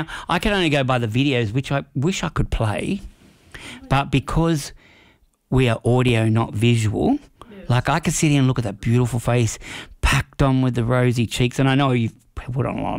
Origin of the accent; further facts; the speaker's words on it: Australia; she's just as Aussie as I am, but I don't know if I am. I'm more Irishy, sort of Scotland, sort of Pommy, sort of a bit of everything.